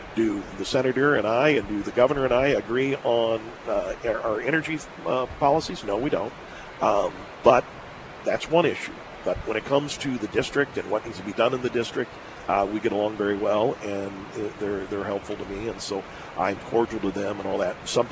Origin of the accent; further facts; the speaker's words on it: Springfield, Illinois, United States; It's the Illinois State Fair. It's in my hometown. It's in my district.